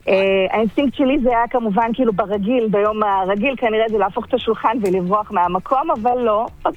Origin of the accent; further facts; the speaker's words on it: Turkey; Hebrew is a second language; now in Israel; אני עליתי לארץ ב-1999. עולה חדשה מטורקיה.